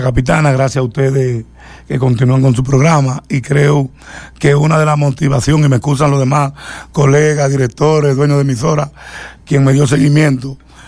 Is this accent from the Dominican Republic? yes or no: yes; Dominican Republic